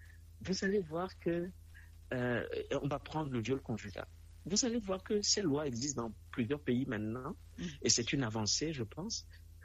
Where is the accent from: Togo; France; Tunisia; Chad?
Togo; chez nous, au Togo